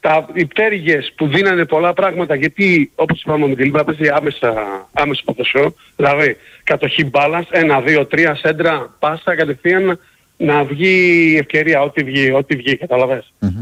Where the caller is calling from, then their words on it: Bristol, South West England, United Kingdom; Έλα, Μανώλη … από τον Μπρίστο.